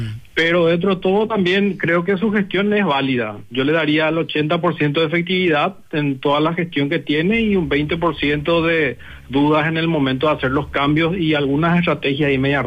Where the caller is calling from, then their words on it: Asunción, Paraguay; Yo estoy en Asunción.